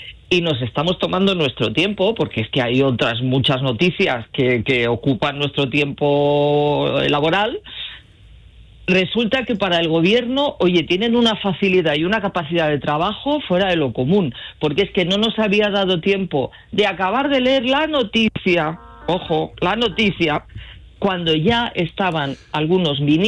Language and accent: Spanish; Spain